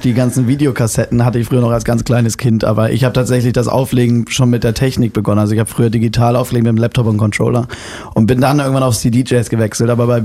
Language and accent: German; Hamburg, Germany; born there; now in Mecklenburg-Vorpommern, Germany; Ich bin in Hamburg geboren, aber wohne in MacPom. Direkt quasi am Meer. Also die Straße guckt direkt aufs Wasser.